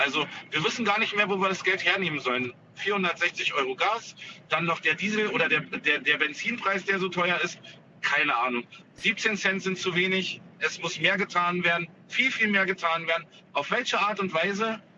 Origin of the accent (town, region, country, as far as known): Gerbstedt, Saxony-Anhalt, Germany